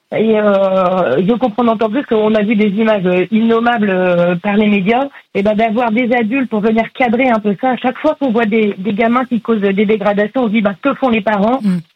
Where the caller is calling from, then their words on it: Quimper, Brittany, France; De Quimper, dans le Finistère.